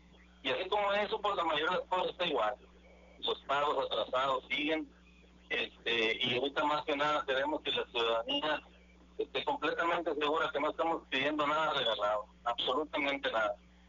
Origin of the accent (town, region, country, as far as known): Tamaulipas, Mexico